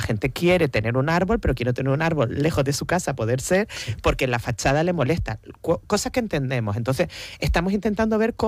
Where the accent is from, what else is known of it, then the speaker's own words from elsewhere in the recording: Las Palmas de Gran Canaria, Canary Islands, Spain; Yo soy de la Isleta